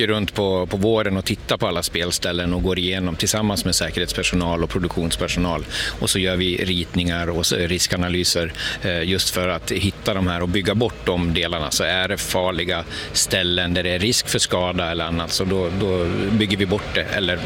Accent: Dalarna County, Sweden; jag är från Dalarna.

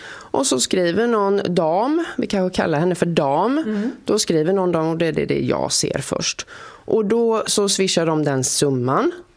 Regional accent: Sweden; born there; now in Oskarshamn, Sweden; Jag är från Mölunda från början

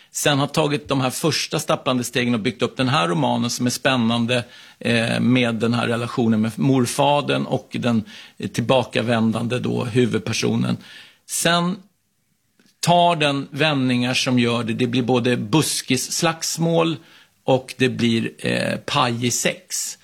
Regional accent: Stockholm County, Sweden; jag var ju själv uppvuxen i de södra förorterna

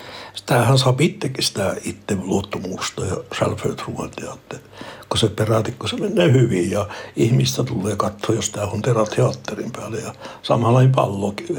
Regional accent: Torne Valley, Norrbotten County, Sweden; accent: Meänkieli; vaikka mä olen Tornionlaaksosta ja puhun meidän kieltä.

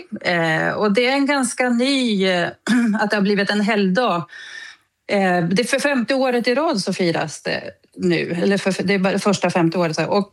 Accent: Sundsvall, Västernorrland County, Sweden; moved away as an adult; now in New Zealand; hemma i Sundsvall

